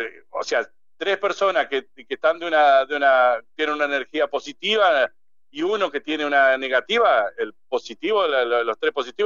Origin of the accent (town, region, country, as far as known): Argentina